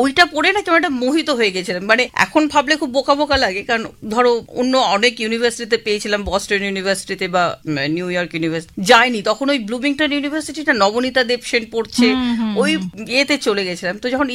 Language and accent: Bangla; India; moved away as an adult